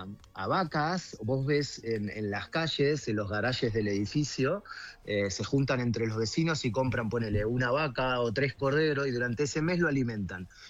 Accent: Buenos Aires, Argentina; moved away as an adult; also born or lived in Villa Celina; now in Dhaka, Bangladesh; mi viejo de Matadero, yo jugué en Chicago, en San Vera Pendejo, y me crié en Matadero.

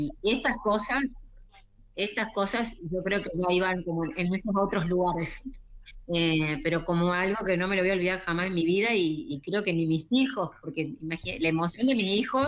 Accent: Buenos Aires, Argentina; born there; now in Córdoba, Argentina; Soy de Córdoba.

